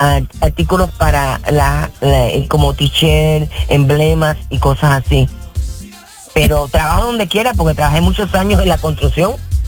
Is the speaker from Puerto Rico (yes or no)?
yes; Puerto Rico; Soy boricua.